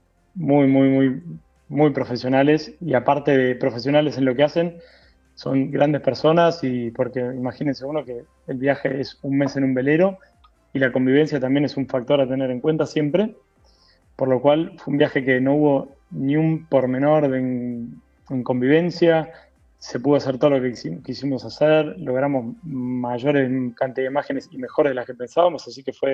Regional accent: Buenos Aires, Argentina; Somos de las afueras de la costa. Buenos Aires.

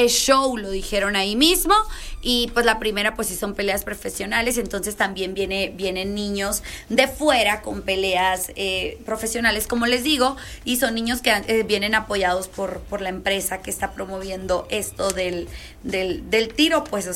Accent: Sonora, Mexico; born there; Pero yo me siento sonorense. Yo aquí he vivido toda mi vida y por eso ya soy sonorense. Y soy mujer y soy mexicana.

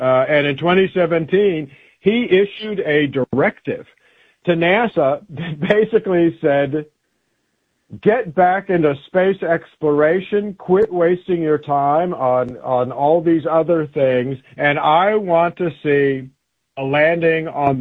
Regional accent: Huntsville, Alabama, United States; I grew up in Huntsville, Alabama, known as Rocket City, USA, where some of our first rockets were developed in the 1950s

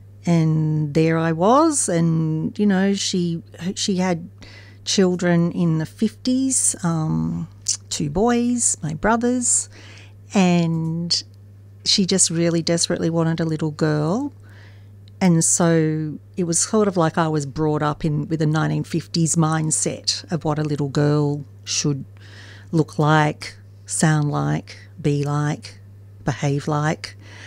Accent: Newcastle, New South Wales, Australia; also born or lived in Sydney; Yeah. In Newcastle, New South Wales. I was born in Sydney and always knew that I was adopted from when I can remember.

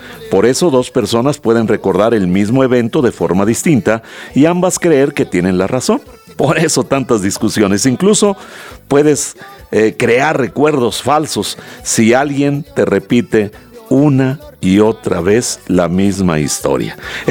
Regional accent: Mexico

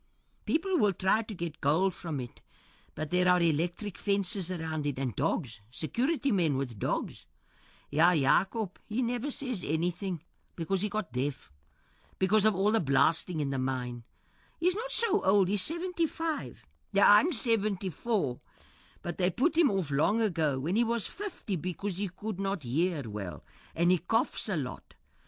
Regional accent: Standerton, Mpumalanga, South Africa; You see, we came from Standerton. Yeah, it's far away.

